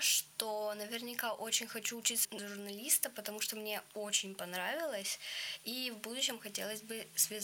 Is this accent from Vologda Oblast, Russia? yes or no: yes; Cherepovets, Vologda Oblast, Russia; Я из Череповца.